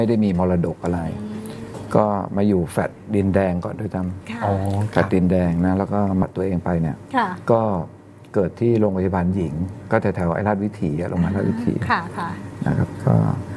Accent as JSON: {"language": "Thai", "region": "Bangkok", "country": "Thailand", "tie": "born there", "said": "เป็นคนเกิดกรุงเทพเลยเกิดกรุงเทพก็พ่อคุณพ่อคุณแม่ก็ย้ายมาจากต่างจังหวัด"}